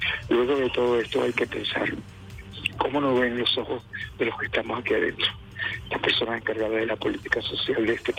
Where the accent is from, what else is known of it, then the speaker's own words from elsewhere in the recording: Venezuela; Desde niño me he dado cuenta que nosotros los venezolanos podemos compartir.